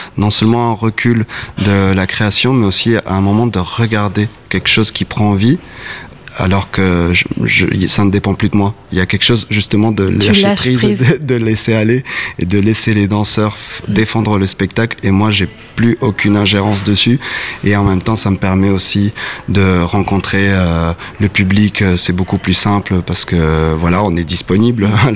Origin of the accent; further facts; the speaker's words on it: Argentina; Moi, j'ai grandi en Argentine.